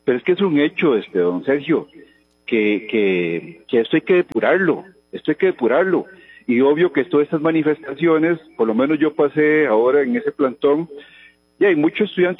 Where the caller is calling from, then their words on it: Puriscal, San José, Costa Rica; de Puriscal.